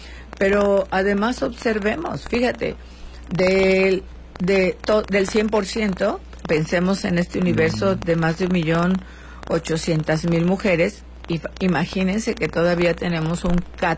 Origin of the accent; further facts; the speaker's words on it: Chilpancingo, Guerrero, Mexico; moved away; Ayer estuve en un evento fenomenal en Chilpancingo, mi pueblo natal.